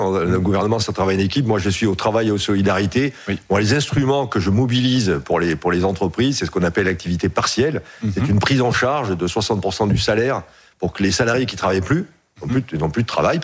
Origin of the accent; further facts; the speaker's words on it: France; Oui, d'ailleurs, vous le sentez à mon accent. Moi, je suis pas du tout. Ouais, je suis plutôt de cette France-là, de la France des régions